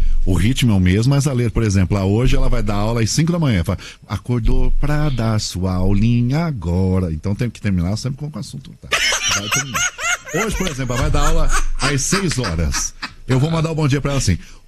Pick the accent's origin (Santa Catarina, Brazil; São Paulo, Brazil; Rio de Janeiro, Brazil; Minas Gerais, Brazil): Santa Catarina, Brazil; Lages; moved away; Eu sou de Santa Catarina.